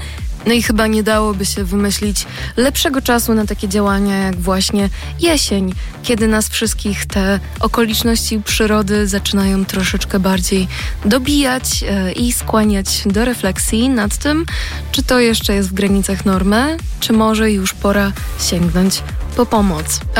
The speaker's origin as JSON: {"language": "Polish", "town": "Łódź", "region": "Łódź Voivodeship", "country": "Poland", "tie": "born or raised there", "said": "No i tutaj jako rodowita łodzianka czuję się w obowiązku przypomnieć, że to będą naprawdę 3 ogromnie tłoczne dni na Piotrkowskiej w Centrum Łodzi"}